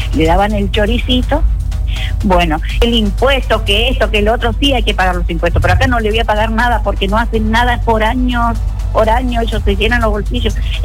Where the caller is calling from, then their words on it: Villa Ángela, Chaco, Argentina; yo soy una ciudadana de Villa Ángela.